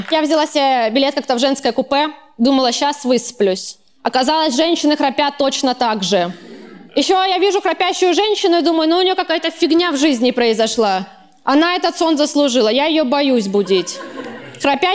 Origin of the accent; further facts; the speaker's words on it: Nalchik, Kabardino-Balkaria, Russia; born there; moved away; Я сама родилась в Нальчике